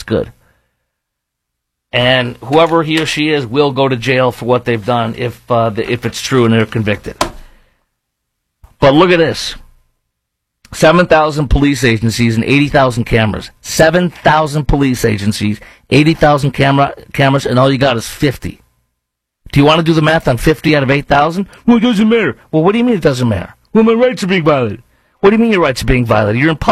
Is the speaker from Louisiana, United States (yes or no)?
no; Chicago, Illinois, United States; accent: Chicago; Did you catch my Chicago accent in there?